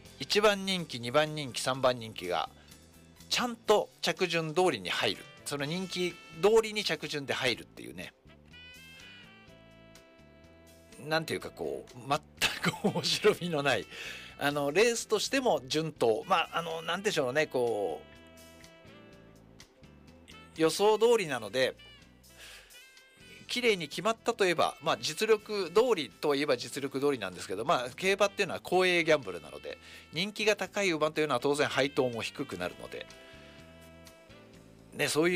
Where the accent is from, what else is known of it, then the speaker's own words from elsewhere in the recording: Tokyo, Japan; now in Ninohe, Japan; 僕も東京にで生まれ育って、まあ、東京っていうのは東京の真ん中じゃなくて本当に端っこなんですけど